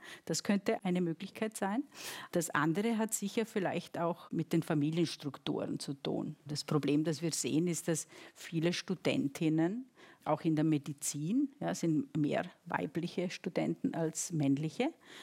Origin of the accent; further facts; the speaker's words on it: Italy; Also ich selber bin ja auch Italienerin